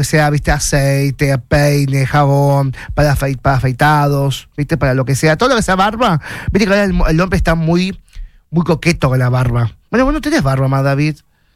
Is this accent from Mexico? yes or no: no; Mar del Plata, Buenos Aires Province, Argentina; Yo soy marplatense